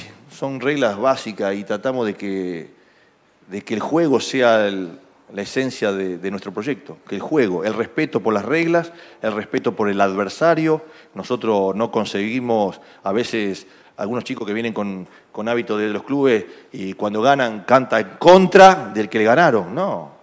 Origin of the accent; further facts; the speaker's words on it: Rosario, Santa Fe, Argentina; yo soy de Rosario